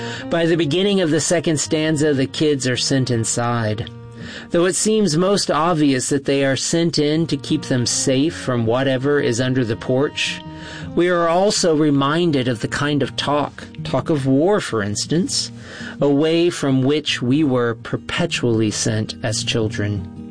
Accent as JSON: {"language": "English", "town": "Chandler", "region": "Oklahoma", "country": "United States", "said": "from Chandler, Oklahoma."}